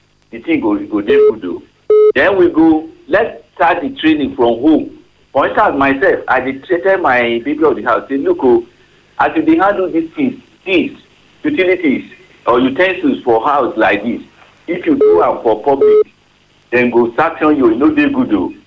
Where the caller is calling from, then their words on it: Nigeria; I'm calling from Waroka.